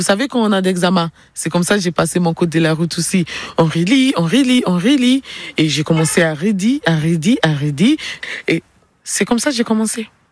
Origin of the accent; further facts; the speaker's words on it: Nigeria; French is a second language; now in Belfort, France; j'étais avec une voisine nigériane et on parlait notre langue maternelle à la maison.